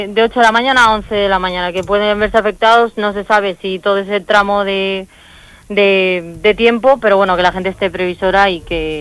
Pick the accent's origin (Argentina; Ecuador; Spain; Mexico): Spain; Galicia; now in Alcázar de San Juan, Spain; estoy en un ambiente muy diferente a mi tierra